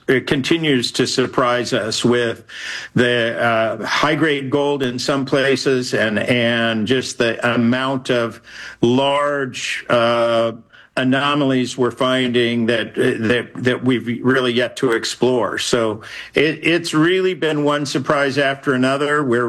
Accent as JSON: {"language": "English", "country": "United States", "moved": "yes", "lives_now": "Canada", "said": "other than me being American, the company is really all Canadian."}